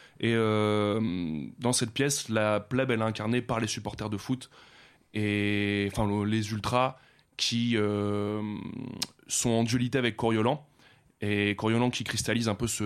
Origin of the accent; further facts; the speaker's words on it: Hauts-de-France, France; now in Paris, France; je pense que de base, je suis supporter de Lens, on va dire, en étant originaire du Nord. Et que l'équipe que j'ai choisie aujourd'hui, c'est le Red Star parce que j'habite à Paris, que je suis au nord de Paris.